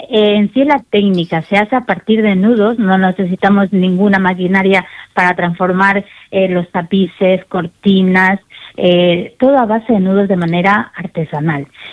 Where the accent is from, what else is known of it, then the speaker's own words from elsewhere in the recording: Ecuador; now in Spain; yo soy de Ecuador, yo nací allí y cuando era pequeña, pues mi madre esa técnica la hacía mucho. Entonces yo tenía un poco de conocimiento y luego cuando vine aquí a España, hace 20 años justamente